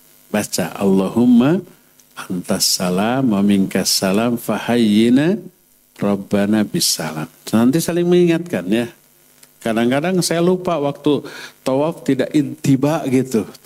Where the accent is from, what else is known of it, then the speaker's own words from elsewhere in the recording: West Java, Indonesia; dengan bahasa kita Sunda Indonesia